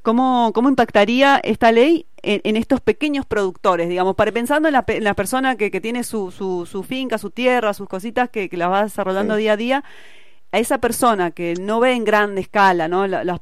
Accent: Argentina; las riquezas como pueblo argentino

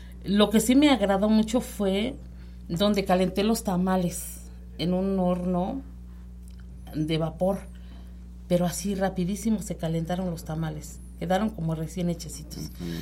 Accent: San Nicolás, Puebla, Mexico; en mi pueblo, allá en San Nicolás, les decimos tlacloyos, tamales tontos, los largos

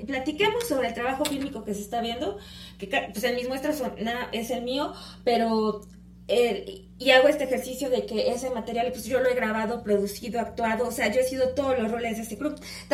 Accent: Puebla, Mexico; soy de clase baja trabajadora y soy poblana y vivo en Puebla

